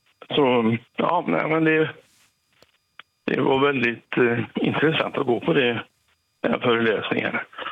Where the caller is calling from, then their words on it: Brösta, Västra Götaland County, Sweden; Jag är från Lysekils kommun, en litet samhälle som heter Brösta.